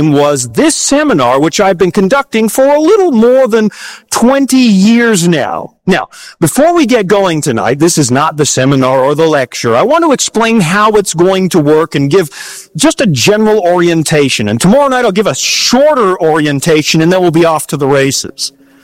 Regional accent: Canada; now in Minneapolis, United States; Now, I was I was born in Canada, born and raised up near the Yukon border

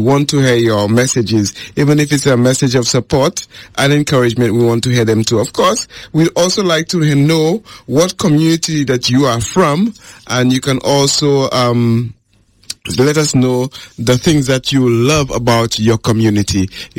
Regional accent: St. Lucia; I'm from Mac

